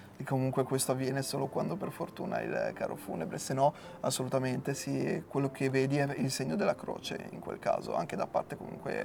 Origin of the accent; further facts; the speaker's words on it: Genoa, Liguria, Italy; Sono di San Pier d'Arena, sono nato.